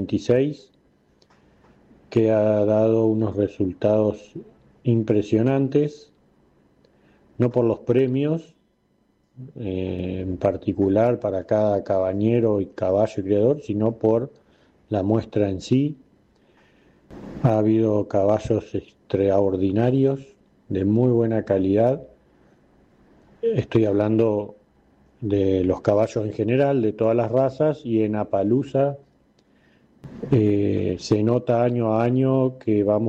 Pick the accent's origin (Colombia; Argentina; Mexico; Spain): Argentina; Gualeguaychú, Entre Ríos; soy de Gualeguaychú, Entre Ríos, Argentina